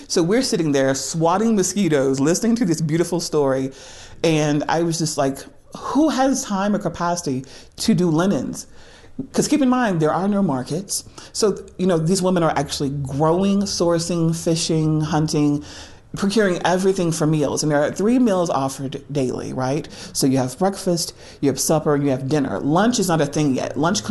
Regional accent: Louisiana, United States; moved away as an adult; now in Colorado, United States; So about 4 years ago, I went to Louisiana, my home state. I'd been living in Colorado for a few years

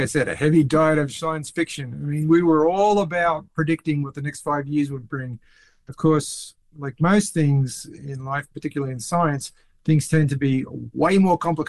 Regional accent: Australia; born or raised there

